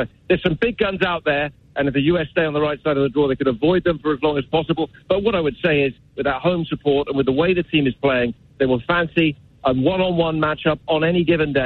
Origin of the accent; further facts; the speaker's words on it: England, United Kingdom; now in United States; And I say that as an Englishman, who now lives and works in America.